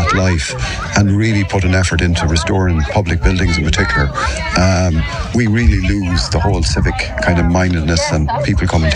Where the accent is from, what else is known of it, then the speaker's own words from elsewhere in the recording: Westport, Connacht, Ireland; And I said that, while I'm from Westport, I still have a great fondness for Castlebar and other towns around.